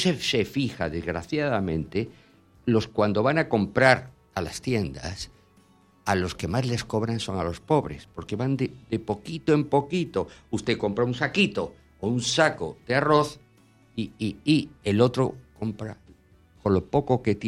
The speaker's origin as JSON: {"language": "Spanish", "country": "Panama", "said": "Yo soy panameño, soy español y soy panameño."}